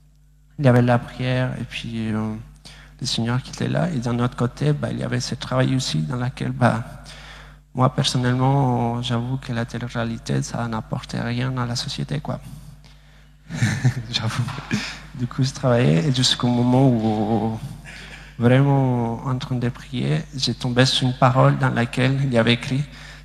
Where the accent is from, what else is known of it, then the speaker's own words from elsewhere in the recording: Bolivia; j'ai 25 ans et je suis bolivien. Je viens de la Bolivie, en fait, je se trouve en Amérique du Sud.